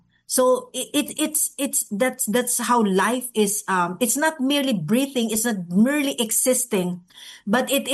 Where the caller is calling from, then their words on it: Tacloban, Eastern Visayas, Philippines; I'm coming directly now from Tacloban City, no. I'm coming in right now from Tacloban City, Eastern Visayas.